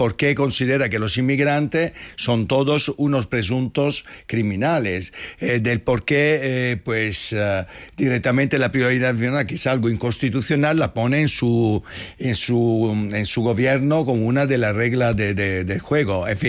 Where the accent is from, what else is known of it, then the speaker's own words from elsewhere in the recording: Italy; a mí como italiano es que me da una vergüenza